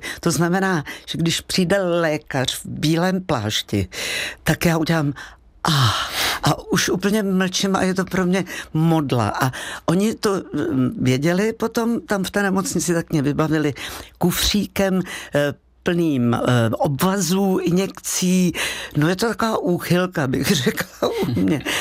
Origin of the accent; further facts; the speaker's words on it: Rakovník, Central Bohemian Region, Czechia; born there; moved away; also born or lived in Brno / Prague / Poděbrady; Takže já jsem vyrůstala v Rakovníku, pak jsem byla chviličku přestupní stanice v Praze a pak jsem šla za tátou do Poděbrad